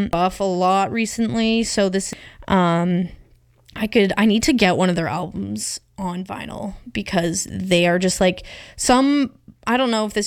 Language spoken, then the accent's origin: English; Ontario, Canada; accent: southwestern Ontario; It's probably pronounced a lot nicer than in a French accent than my southwestern Ontario accent.